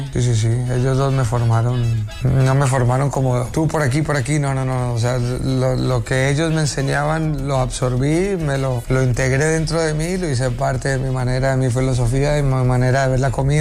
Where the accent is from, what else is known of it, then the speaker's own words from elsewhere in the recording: Colombia; also born or lived in Madrid / Salamanca / Murcia; now in Spain; cuando éramos jóvenes y recién habíamos venido de Colombia.